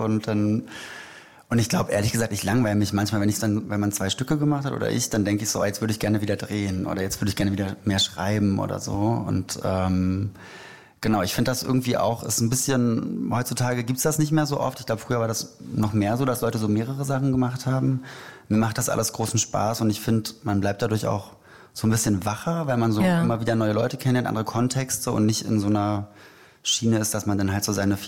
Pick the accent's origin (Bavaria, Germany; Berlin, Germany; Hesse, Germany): Berlin, Germany; also born or lived in Rostock; Ich bin komplett in Prenzlauer Berg aufgewachsen